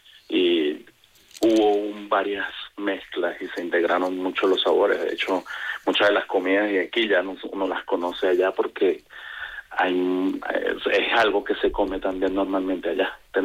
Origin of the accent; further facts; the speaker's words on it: Venezuela; now in Valladolid, Spain; nosotros somos de Venezuela